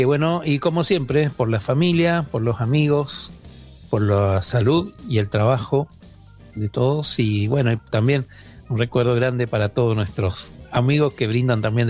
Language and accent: Spanish; Itatí, Corrientes, Argentina; en mi pueblo, en Itatí